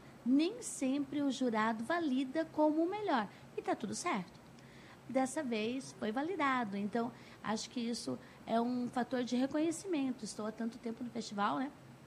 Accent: Joinville, Santa Catarina, Brazil; Sou também, sou joinvilense raiz.

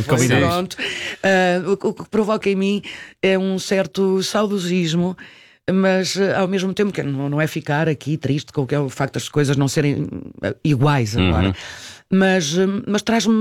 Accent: Lisbon, Portugal; eu ia sempre à Travessa do Livramento, que foi onde eu cresci.

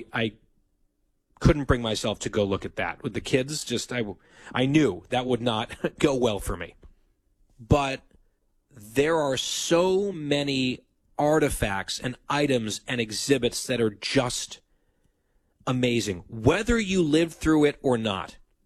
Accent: Ridgewood, New Jersey, United States; I did search my hometown, Ridgewood, New Jersey. Ridgewood lost 11 people on 9/11.

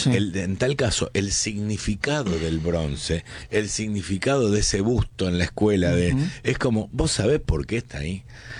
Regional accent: Argentina; entendiendo esta mistura que somos los argentinos

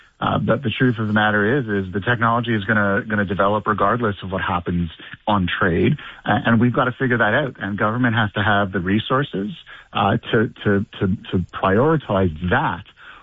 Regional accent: Canada; As a Canadian

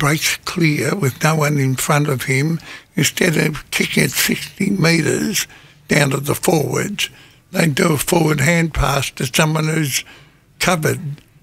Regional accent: West Heidelberg, Victoria, Australia; Yeah, I grew up in West Heidelberg and I was residentially bound to play for Collingwood

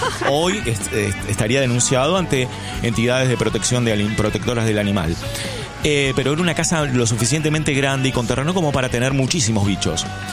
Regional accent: San Miguel, Buenos Aires Province, Argentina; en un terreno semi-rural como era mi barrio ahí en San Miguel

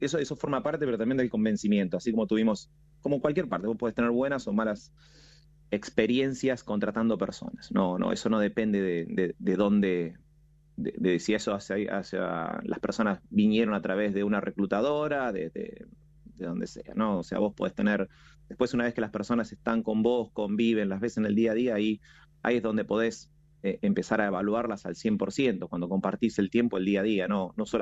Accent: Coronel Suárez, Buenos Aires Province, Argentina; now in Buenos Aires, Argentina; yo no soy de acá de Buenos Aires, soy del interior, cerca de Sierra Ventana de Coronel Suárez. Entonces, venir a Capital, una ciudad mucho más grande, también era un panorama diferente para mí.

